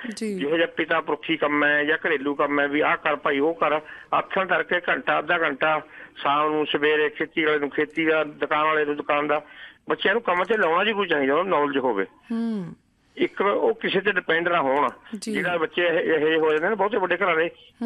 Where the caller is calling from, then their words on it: Punjab, India; ਪਿੰਡ ਬੌੜਾ ਖੁਰਦ ਨੇੜੇ ਨਾਭਾ।